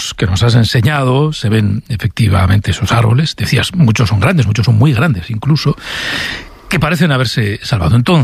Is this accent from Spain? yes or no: yes; Vigo, Galicia, Spain; Soy gallego de Vigo. Sí. ¿Qué te parece? Periodista nacido en Vigo.